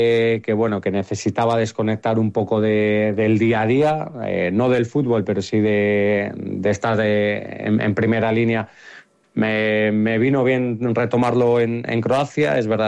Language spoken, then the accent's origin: Spanish; Salamanca, Castile and León, Spain; Yo soy de Salamanca